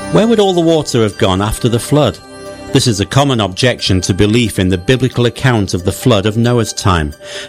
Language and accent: English; United Kingdom; As a child growing up in Britain